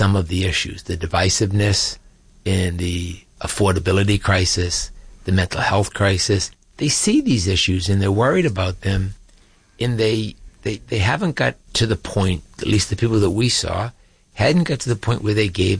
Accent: Massachusetts, United States; the church that I went to growing up outside of Boston is now condos

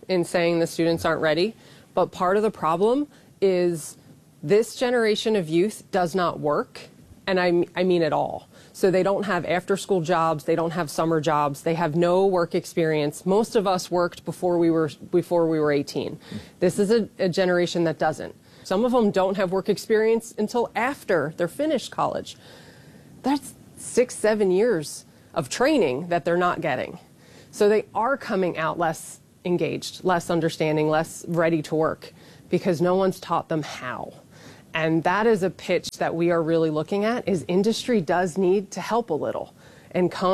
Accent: East Coast, United States; I'm from the East Coast, so they shovel snow, like things like that.

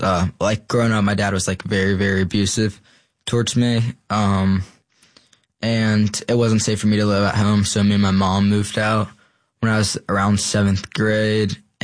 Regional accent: North Carolina, United States; I'm a 16-year-old male. I'm from North Carolina.

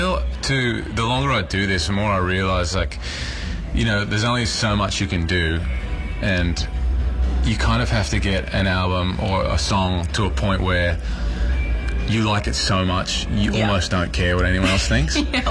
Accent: Australia; moved away as an adult; now in United States; I'm Australian, and I grew up playing here, and I played here for a long time before I moved to America.

